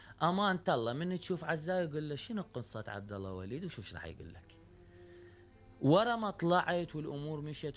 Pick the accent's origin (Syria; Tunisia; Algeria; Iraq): Iraq; احنا عندنا بالعراق